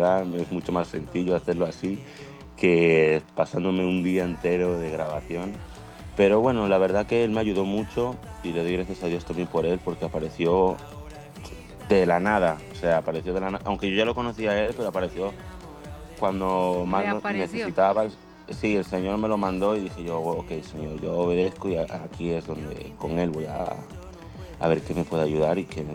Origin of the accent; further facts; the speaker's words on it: Spain; born there; Donde yo nací es el pulpo, los mariscos, el churrasco.